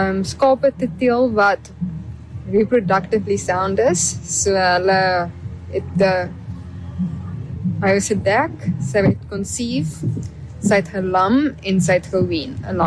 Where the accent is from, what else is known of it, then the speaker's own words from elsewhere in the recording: Middelburg, Eastern Cape, South Africa; Ek is hier van Middelburg af.